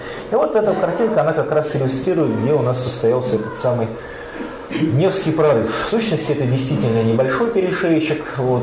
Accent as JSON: {"language": "Russian", "town": "Lodeynoye Pole", "region": "Leningrad Oblast", "country": "Russia", "tie": "born or raised there", "said": "Потому что я сам уроженец Ладейного, и там, соответственно, там есть, вот эти эти отложения, они там есть."}